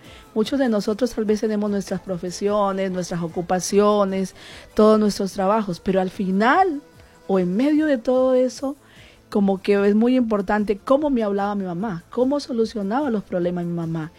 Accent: Huila, Colombia; accent: Opita; hay una población de Colombia que se llama Los Opitas y tenemos un acento más o menos.

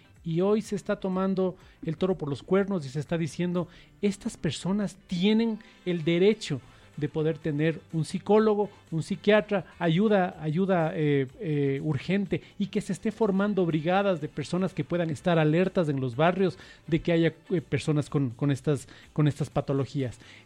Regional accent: Quito, Pichincha, Ecuador

